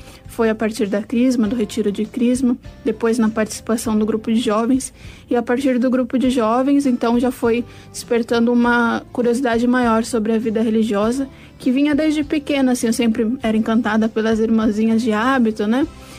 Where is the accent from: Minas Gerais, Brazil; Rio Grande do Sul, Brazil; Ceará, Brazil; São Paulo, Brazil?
Rio Grande do Sul, Brazil; Estância Velha; now in Rio de Janeiro, Brazil; eu sou gaúcha, né, natural do Rio Grande do Sul, de uma cidade chamada Estância Velha. Para quem não conhece, fica próximo de Novo Hamburgo, próximo da capital.